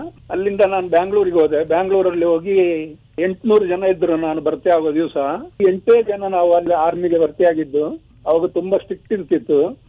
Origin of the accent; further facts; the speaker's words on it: Madapura, Karnataka, India; born there; moved away as an adult; also born or lived in Galibeedu; ನಾನು ಹುಟ್ಟಿದ್ದು 1951 ಮಾದಾಪುರದಲ್ಲಿ ಒಂದು 5ನೇ ಕ್ಲಾಸ್ ವರೆಗೆ ಶಾಲೆಗೆ ಹೋದೆ. ಅಲ್ಲಿಂದ ಬಿಟ್ಟು ಬಂದು ನಮ್ಮ ಗಾಳಿಬೀಡಲ್ಲಿ ಒಂದು 4 ವರ್ಷ ಶಾಲೆಗೆ ಹೋದೆ.